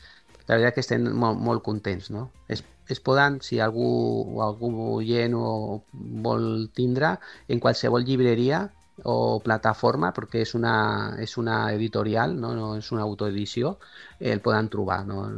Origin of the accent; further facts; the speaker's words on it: Cornellà de Llobregat, Catalonia, Spain; nosaltres som de Cornellà, de Catalunya